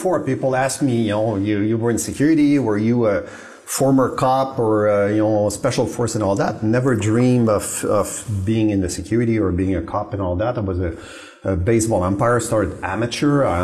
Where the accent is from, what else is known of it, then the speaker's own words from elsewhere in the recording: Laval, Quebec, Canada; So I grew up in Laval, Saint-Vincent-de-Paul. You know, Saint-Vincent-de-Paul was very well known because it was the biggest prison in Canada years ago.